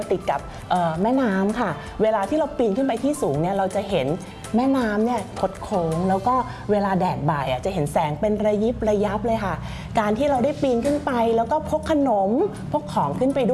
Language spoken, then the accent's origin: Thai; Bangkok, Thailand; born or raised there